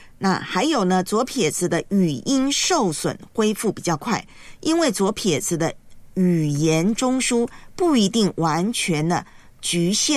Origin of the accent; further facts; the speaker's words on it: Taiwan; moved away; 在老家台湾就很喜欢看棒球比赛，我从小都是看着棒球比赛长大的。